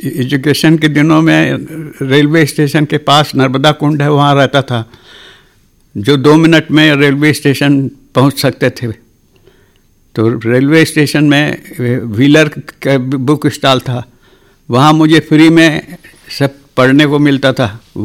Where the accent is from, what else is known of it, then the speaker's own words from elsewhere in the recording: a village in Raipur district, Chhattisgarh, India; first language Chhattisgarhi; Hindi is a second language; रायपुर जिले का ही एक ग्राम है कुर्रा बंगोली, यहाँ से 30 किलोमीटर है, वहाँ मेरा जन्म हुआ और प्राइमरी स्कूल की शिक्षा मेरे को उसी गाँव से मिली।